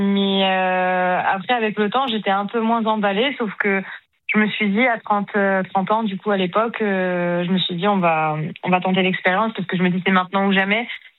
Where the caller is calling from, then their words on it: Marseille, Provence-Alpes-Côte d'Azur, France; j'habite sur Marseille depuis 11 ans